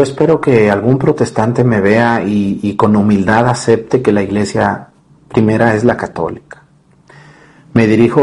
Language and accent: Spanish; Mexico